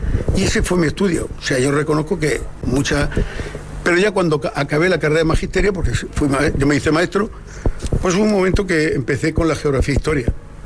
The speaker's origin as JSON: {"language": "Spanish", "town": "Calasparra", "region": "Region of Murcia", "country": "Spain", "tie": "born there", "also_born_or_lived": "Barcelona", "said": "yo nací en Barcelona, pero estudié en Calasparra. Me vine a vivir a Calasparra, en Murcia."}